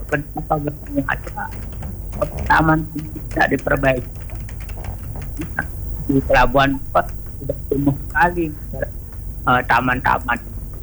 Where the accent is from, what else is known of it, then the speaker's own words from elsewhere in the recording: Buleleng, Bali, Indonesia; Saya sangat saya lahir di Buleleng ya, sampai ya dapat mengakui 3 tahun di Buleleng dulu saya di dari tahun 8 sampai 20 juga.